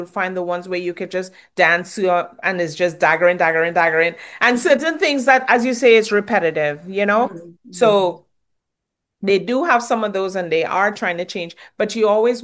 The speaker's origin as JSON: {"language": "English", "country": "Trinidad & Tobago", "accent": "Trinidadian", "said": "I had to say it in my Trinidad accent, right? Always have this thing with Trinidad and Jamaica. If Trinis, I know we love dancehall, you know, there's certain things that we indulge in. And then our own Trini people would be like"}